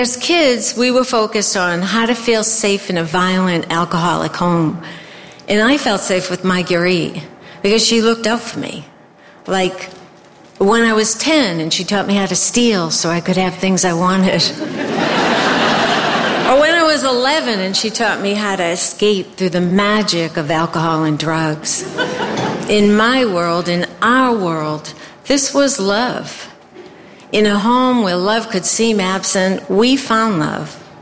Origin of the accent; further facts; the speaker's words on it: Melrose, United States; And we grew up here in Melrose.